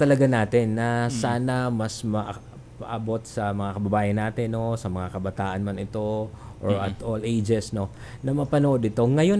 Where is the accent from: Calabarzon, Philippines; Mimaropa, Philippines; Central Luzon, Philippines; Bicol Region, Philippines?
Bicol Region, Philippines; Pareho pala tayo ang Bicolano. Ay, so, I'm from Masbate.